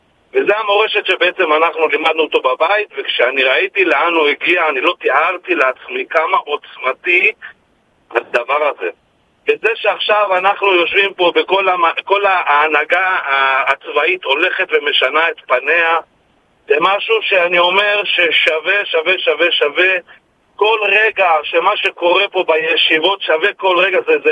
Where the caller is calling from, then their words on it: Givat Shmuel, Central District, Israel; מגבעת שמואל